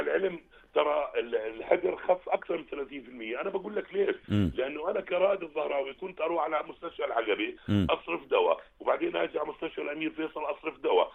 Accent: Jordan

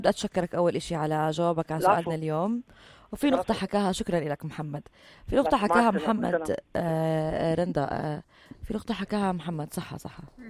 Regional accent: Beirut, Beirut Governorate, Lebanon; أنا من بيروت حضرتك

